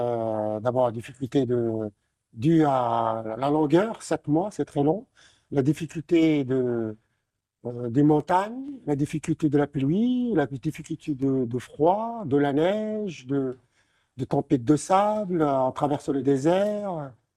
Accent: Morocco; born there; je suis né au Maroc et je suis parti le 7 février de Casablanca

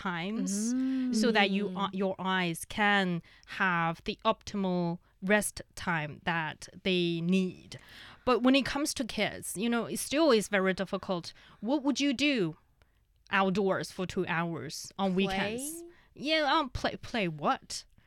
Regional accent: Inner Mongolia, China; Yeah, I'm from Inner Mongolia.

